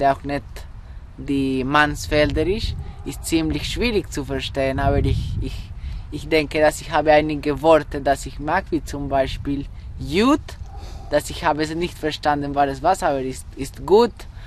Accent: Bogotá, Cundinamarca, Colombia; German is a second language; Ajiaco ist eine Suppe von von einer Zone in Kolumbien, wo ich geboren bin und wo ich lebe. Das Hauptstadt von Kolumbien. Das ist eine Zone, das heißt Cundiboyacense.

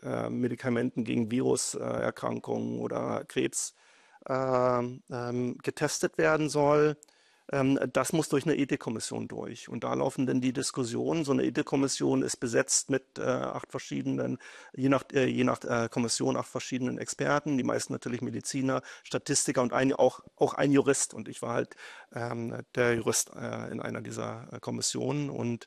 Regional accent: Salzwedel, Saxony-Anhalt, Germany; moved away as an adult; Das ist meine Heimatstadt. Also ich wurde hier geboren in der Goethestraße, das ist so ein rotes Backsteinhaus mit so einer eingravierten Sonne in der Front. Habe meine Schulzeit hier verbracht und auch die Abiturzeit und bin dann erst nach dem Abitur weggezogen.

